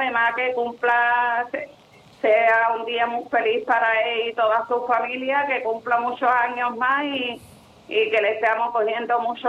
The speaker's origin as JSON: {"language": "Spanish", "country": "Spain", "said": "Pero vamos, como española que soy, quiero que gane España, aunque no sea futbolera."}